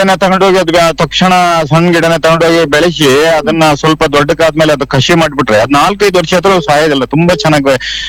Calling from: Shivamogga, Karnataka, India; ತಾಲೂಕು ಜಿಲ್ಲೆ ನಮ್ಮೂರ ಆಯ್ತಲ್ಲ, ಶಿವಮೊಗ್ಗ

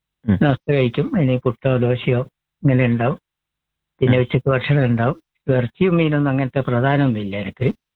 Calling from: Vellamunda, Kerala, India; Vellamunda, 10th mile.

